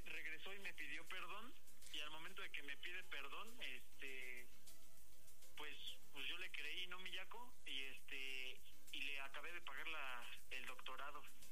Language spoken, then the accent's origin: Spanish; Mexico City, Mexico; Tengo 28 años y somos de acá de Azcapotzalco, de la Ciudad de México.